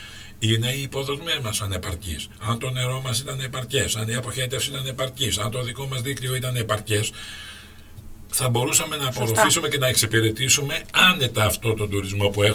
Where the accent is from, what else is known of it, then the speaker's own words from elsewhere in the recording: Zakynthos, Ionian Islands, Greece; moved away as an adult; Έφυγα, ως φοιτητής έφυγα από τη Ζάκηθο.